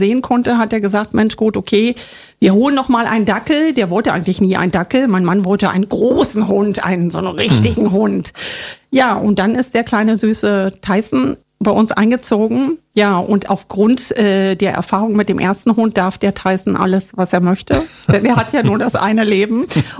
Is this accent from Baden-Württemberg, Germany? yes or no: no; Saxony-Anhalt, Germany; born or raised there